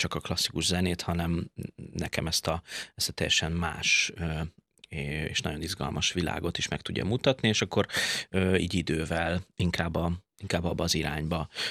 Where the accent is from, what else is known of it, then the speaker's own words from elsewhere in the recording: Pécs, Baranya, Hungary; Én pécsi születésű vagyok